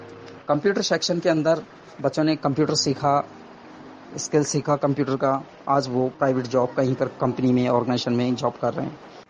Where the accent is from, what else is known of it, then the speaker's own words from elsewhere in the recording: Gijgarh, Rajasthan, India; मैं राजस्थान के दौसा जिले के सिकराई तहसील के गिजगढ़ गांव का रहने वाला हूँ